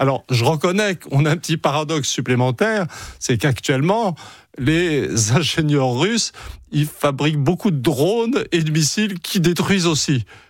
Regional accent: France; la réalité, c'est que je suis un Français rien d'autre, et un occidental, je dirais, vraiment.

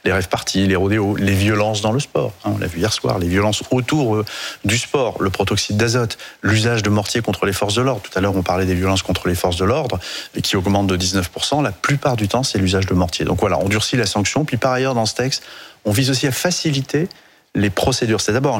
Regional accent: Centre-Val de Loire, France; Vous êtes sur une zone qui est un polygone militaire que je connais bien, puisque je suis originaire du département du Cher.

